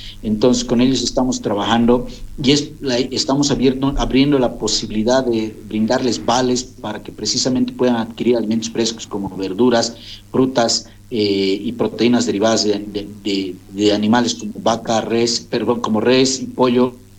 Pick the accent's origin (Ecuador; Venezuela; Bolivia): Bolivia; podamos resolver esto como bolivianos y bolivianas.